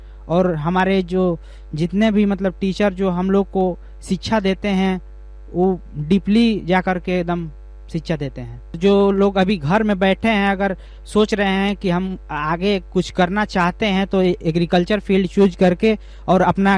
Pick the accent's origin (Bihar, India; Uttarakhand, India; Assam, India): Bihar, India; Kaimur district; हम एक अमाओं गांव से बिलोंग करते हैं, मेरा डिस्ट्रिक्ट कैमूर भभुआ होगा।